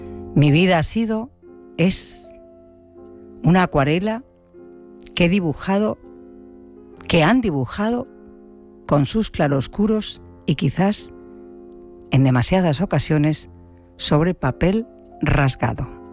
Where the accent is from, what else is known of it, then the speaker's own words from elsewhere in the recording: Granada, Andalusia, Spain; Soy un granadino que ya desde mi niñez ando acompañando del gris sombra de mis ojos